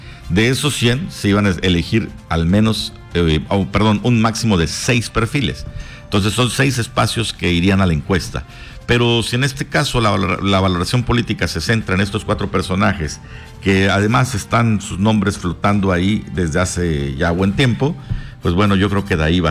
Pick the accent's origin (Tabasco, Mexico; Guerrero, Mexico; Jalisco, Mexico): Tabasco, Mexico; also born or lived in Mexico City; si yo no soy de Tabasco, yo nací en la Ciudad de México, nomás me crié ahí.